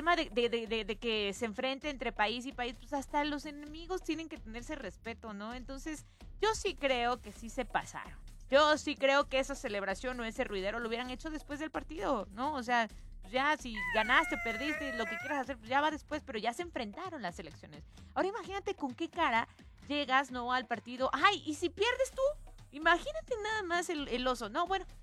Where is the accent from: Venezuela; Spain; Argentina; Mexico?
Mexico